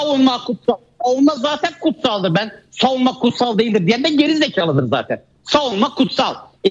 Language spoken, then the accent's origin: Turkish; Şanlıurfa, Turkey; Bakın ben şu an Urfa'dayım. Kötüler Mahallesi'nin çocuğuyum. Kötüler Mahallesi Eyüp Peygamber'in makamının üzerinde kurulmuş. Benim çocukluğum makamının üzerinde oynayarak geçti.